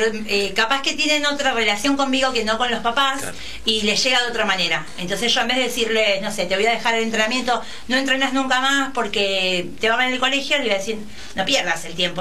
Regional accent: Argentina

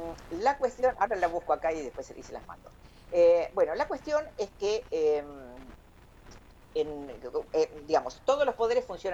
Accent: Argentina; los argentinos nos ayudamos entre nosotros

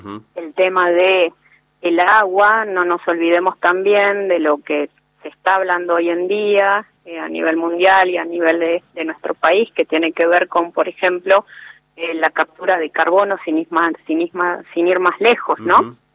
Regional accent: Argentina

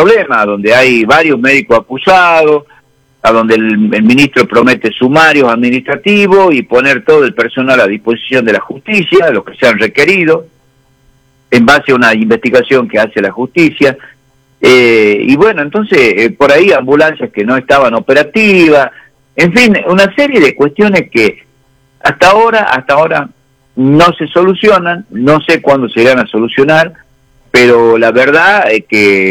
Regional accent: Argentina; now in General Güemes, Argentina; Como verdaderamente argentino que somos

